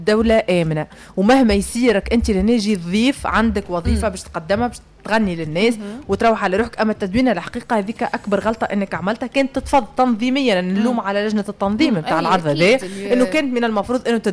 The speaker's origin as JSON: {"language": "Arabic", "country": "Tunisia", "said": "انا كتونسي"}